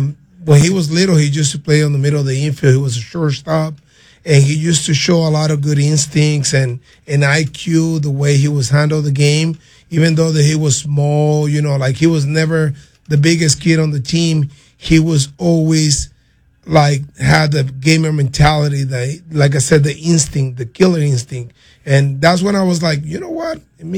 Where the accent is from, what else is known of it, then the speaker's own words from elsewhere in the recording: Venezuela; English is a second language; moved away as an adult; now in United States; I'm from Venezuela, born and raised in Venezuela, and I came from Venezuela as a ball player, came here, do some college and stuff.